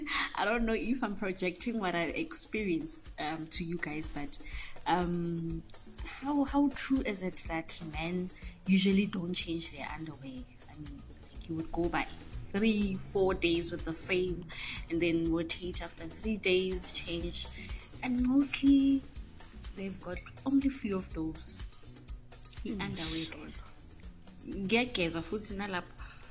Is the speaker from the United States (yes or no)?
no; Eldorado Park, Gauteng, South Africa; Hi, DC crew. … from Eldoran Park.